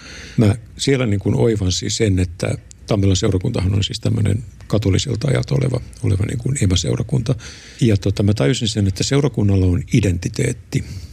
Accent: Vaasa, Ostrobothnia, Finland; Vaasahan on mun kotikaupunki, että mä oon syntynyt ja kasvanut siellä.

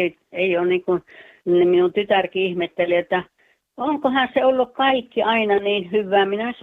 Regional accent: Juuka, North Karelia, Finland; now in Sweden; Sieltä Pohjois-Karjalasta Juuasta.

